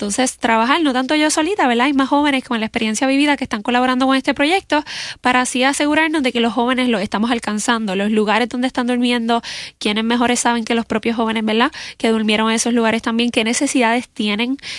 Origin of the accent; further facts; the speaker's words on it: Naguabo, Puerto Rico; Yo soy de Naguabo.